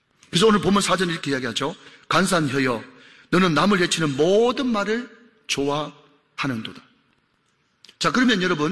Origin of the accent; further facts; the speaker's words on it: South Korea; 저도 한국 사람이지만